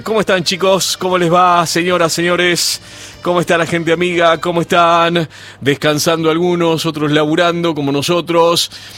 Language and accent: Spanish; Argentina; Nosotros somos argentinos. Apenas podemos hablar en castellano.